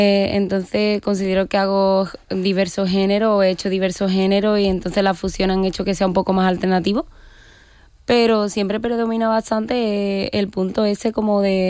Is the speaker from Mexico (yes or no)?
no; Chipiona, Andalusia, Spain; Soy de Chipiona, sí.